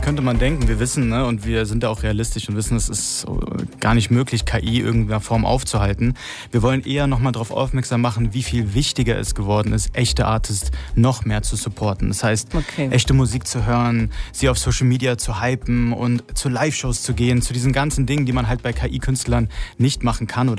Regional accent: Berlin, Germany; Wir kommen ja ursprünglich hier aus Berlin, deswegen aus der Techno-Hauptstadt.

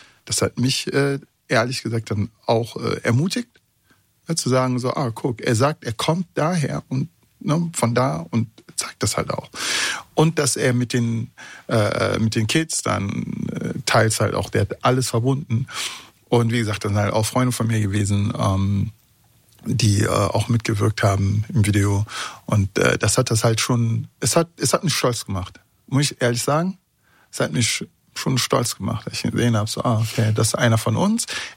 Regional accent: Bonn, North Rhine-Westphalia, Germany; aber auch dann als Zaungas und als Bonner und dann heißt es, da war was und die haben das und das gesagt, die wollen so.

